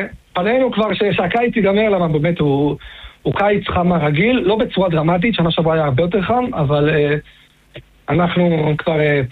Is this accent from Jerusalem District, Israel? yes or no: yes; Jerusalem, Jerusalem District, Israel; כן, כן, כן, אני ירושלמי